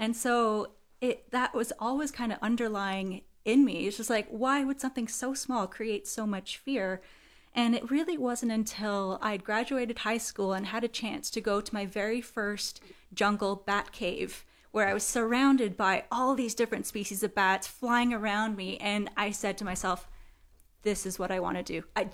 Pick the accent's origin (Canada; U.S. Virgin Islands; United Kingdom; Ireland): Canada; Toronto, Ontario; my hometown of Toronto.